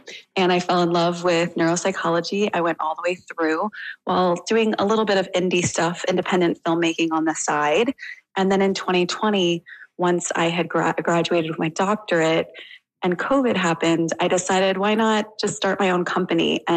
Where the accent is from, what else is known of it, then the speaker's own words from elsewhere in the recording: Fredericton, New Brunswick, Canada; I absolutely loved growing up in Fredericton. I love the small town feel, and it really is what inspired my love of film and TV.